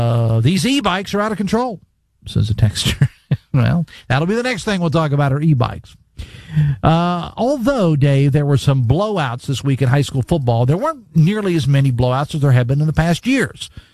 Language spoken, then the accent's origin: English; Logan, West Virginia, United States; also born or lived in Mann; I lived in two different communities, areas growing up in Logan County. One was in the Mann area, or as it's known, the Tridelphia area, and also in the Logan area.